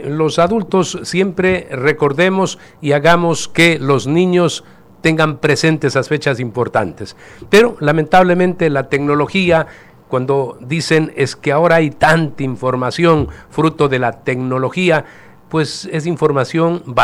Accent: Ecuador

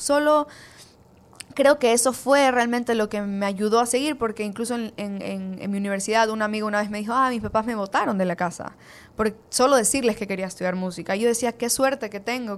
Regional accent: Ecuador; nosotros mismos como ecuatorianos

